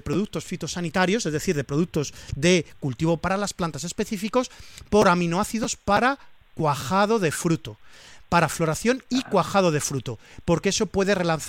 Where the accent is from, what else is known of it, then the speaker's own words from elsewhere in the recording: Valencian Community, Spain; Yo a ti te voy a recomendar como buen valenciano el kumquat.